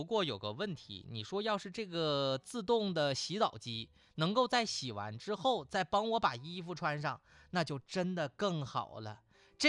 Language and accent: Chinese; China; 对于我们中国人来说